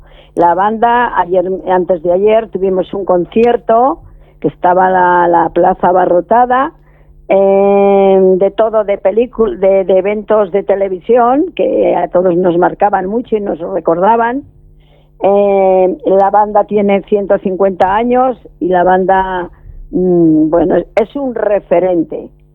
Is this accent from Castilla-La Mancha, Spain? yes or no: no; Pradoluengo, Castile and León, Spain